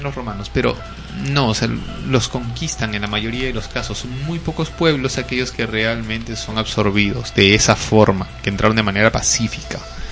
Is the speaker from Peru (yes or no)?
yes; Peru; yo me siento peruano porque hay tal cosa, ¿no? Porque estoy acá.